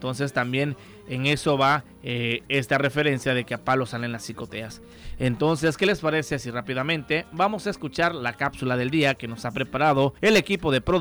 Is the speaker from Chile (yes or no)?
no; Tabasco, Mexico; Soy tabasqueño de un Edén muy choco.